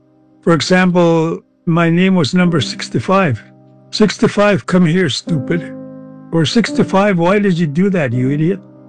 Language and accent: English; Ermineskin Cree Nation, Alberta, Canada; born there; I was born on the Irminskin Cree Nation and was raised by my grandparents until I was taken to residential school when I was 6 years old.